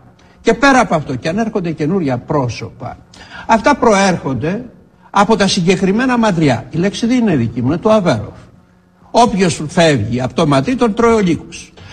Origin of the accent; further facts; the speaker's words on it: Mani, Peloponnese, Greece; Στην πατρίδα μου τη Μάνη λένε το χαμηλό, το γάιδαρο, όλοι τον καβαλάνε.